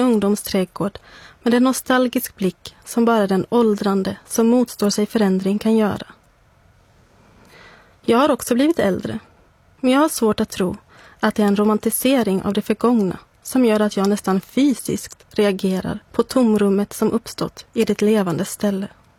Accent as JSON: {"language": "Swedish", "town": "Varberg", "region": "Halland County", "country": "Sweden", "tie": "born or raised there", "moved": "yes", "said": "För första gången på 17 år satte jag fot i min gamla hemstad Varberg."}